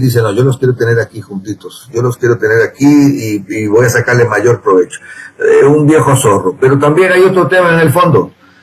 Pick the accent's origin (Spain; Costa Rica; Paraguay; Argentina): Costa Rica; si los ticos estamos mal en el fútbol